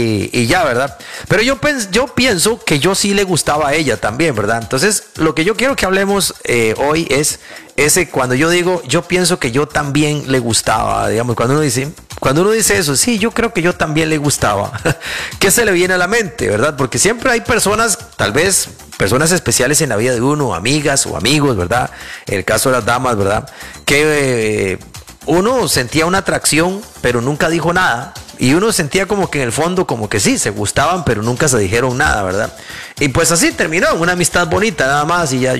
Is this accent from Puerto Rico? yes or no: no; San José de la Montaña, Heredia, Costa Rica; seguía para mi pueblo, allá San José de la Montaña